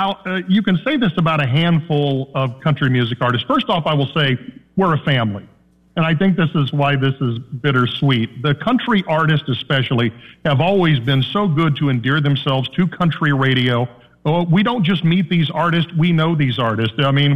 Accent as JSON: {"language": "English", "area": "Dallas-Fort Worth", "region": "Texas", "country": "United States", "tie": "born or raised there", "said": "I'm a second-generation radio guy. I grew up in Dallas-Fort Worth."}